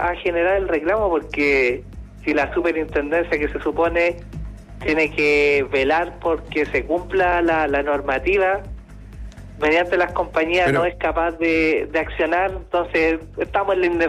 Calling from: Maipú, Santiago Metropolitan Region, Chile; Yo estoy llamando de acá, de la comuna de Maipú

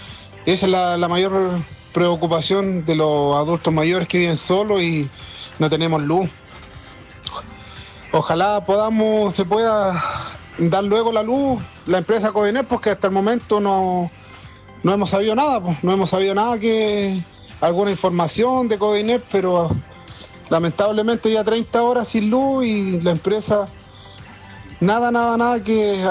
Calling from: Vilcún, Araucanía, Chile; de Vilcún.

